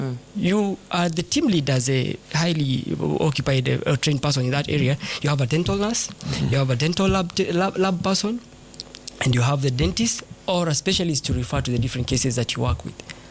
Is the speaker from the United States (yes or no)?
no; Kenya